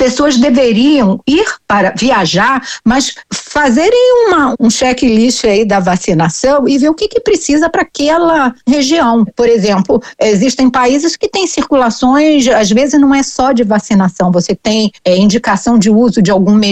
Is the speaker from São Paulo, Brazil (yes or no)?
no; Rio de Janeiro, Brazil; Eu, por exemplo, sou do Rio e nós não temos essa orientação.